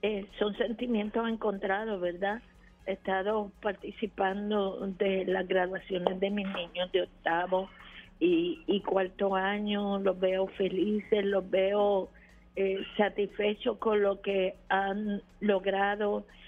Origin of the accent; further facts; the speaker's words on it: Loíza, Puerto Rico; yo amo a mi pueblo